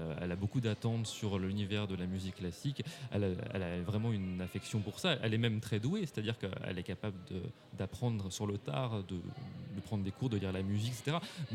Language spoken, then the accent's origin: French; Paris, Île-de-France, France; born there; now in Limoges, France; Eh bien, je suis pianiste classique, né à Paris